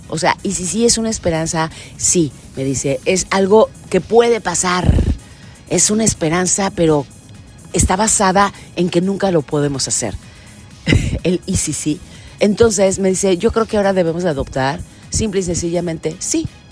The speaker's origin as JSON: {"language": "Spanish", "country": "Mexico", "said": "vamos a celebrar que somos mexicanos"}